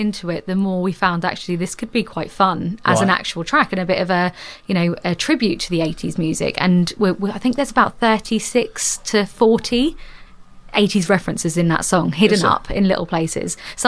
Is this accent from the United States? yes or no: no; Great Yarmouth, East of England, United Kingdom; born and bred in Great Yarmouth myself.